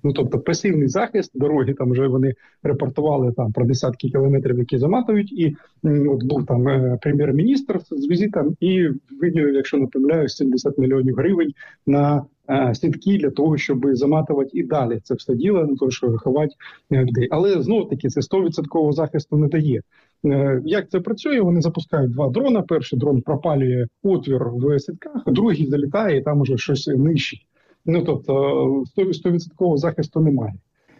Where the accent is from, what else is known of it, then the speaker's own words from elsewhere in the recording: Sumy, Sumy Oblast, Ukraine; Ну, от моє рідне місто Суми потрапляє, ну, буквально кожного дня туди 3-5 авіаційних бомб падає